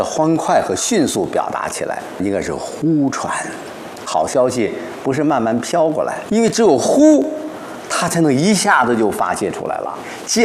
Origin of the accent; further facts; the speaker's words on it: Luoyang, Henan, China; 到哪儿的老家了？洛阳，回我老家了